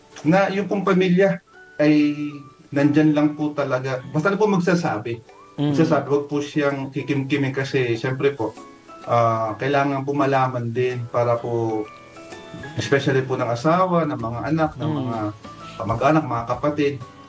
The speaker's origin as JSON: {"language": "Tagalog", "town": "Cardona", "region": "Calabarzon", "country": "Philippines", "said": "kami po ay taga Cardonan, Binangonan."}